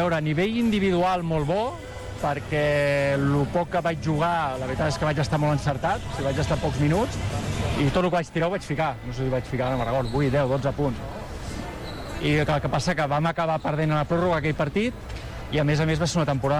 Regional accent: Barcelona, Catalonia, Spain; now in Badalona area, Spain; jo vaig néixer, em vaig criar a Barcelona

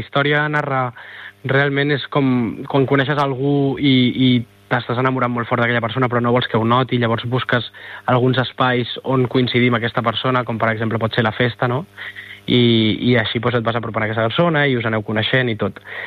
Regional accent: Badalona, Catalonia, Spain; Jo soc de Badalona i em fa molta il·lusió tocar a casa

